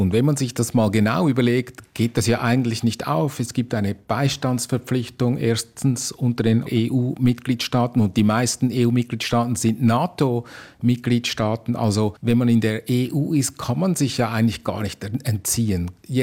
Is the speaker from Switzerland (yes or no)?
yes; Switzerland; ich bin Schweizer.